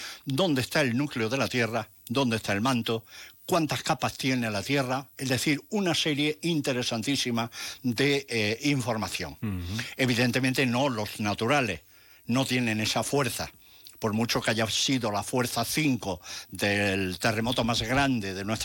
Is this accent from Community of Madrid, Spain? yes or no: no; Cástaras, Andalusia, Spain; mi pueblo era Cástaras, es Cástaras